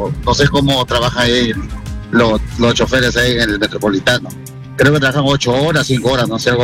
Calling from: Lima, Peru; Estoy en La Molina ahorita.

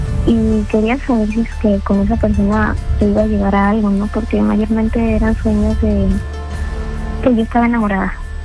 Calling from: Callao, Peru; Desde Callao.

